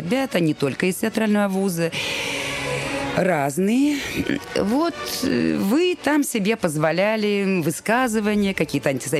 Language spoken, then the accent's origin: Russian; Kyiv, Ukraine; а я киевлянка.